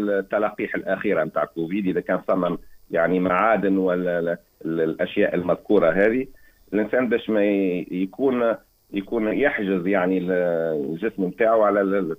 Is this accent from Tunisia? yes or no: yes; Tunisia; عندنا في تونس نعرف في تونس